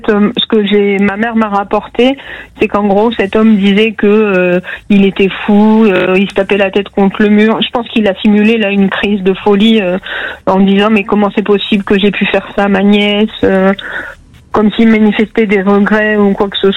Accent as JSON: {"language": "French", "town": "Agen", "region": "Nouvelle-Aquitaine", "country": "France", "said": "Alors moi je suis d'Agen, mais j'ai la chance de pouvoir aller depuis quelques temps à Bordeaux, à Toulouse"}